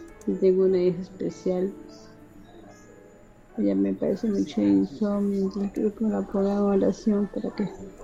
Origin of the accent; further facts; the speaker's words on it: Siquirres, Limón, Costa Rica; soy de Siquirres, soy una fiel de Faro del Caribe.